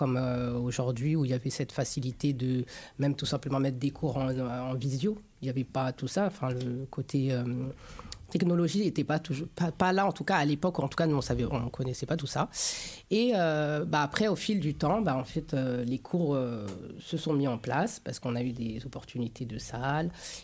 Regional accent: Paris, Île-de-France, France; moi je suis une parisienne née dans le 18e.

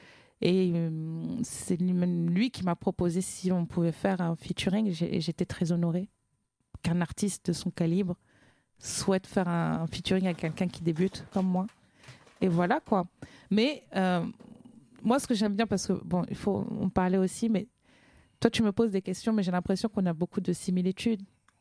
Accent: Cameroon; je suis camerounaise déjà.

